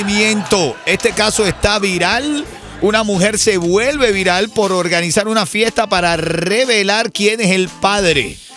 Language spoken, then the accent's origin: Spanish; Venezuela